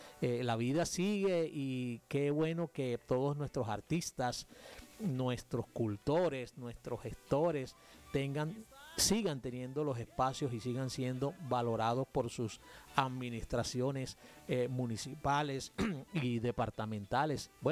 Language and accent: Spanish; Córdoba, Colombia; lo que somos como cordobeses, como caribes